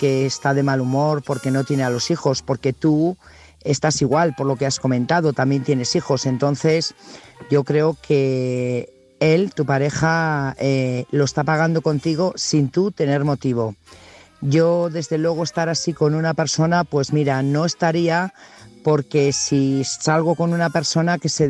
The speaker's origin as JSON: {"language": "Spanish", "town": "Burgos", "region": "Castile and León", "country": "Spain", "said": "corresponsal de Burgos"}